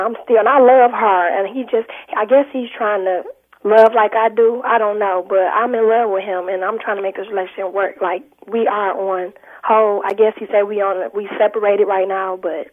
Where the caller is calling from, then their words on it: Detroit, Michigan, United States; I'm calling from Detroit.